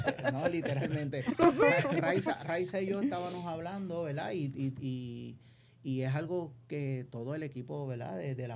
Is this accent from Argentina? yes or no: no; Puerto Rico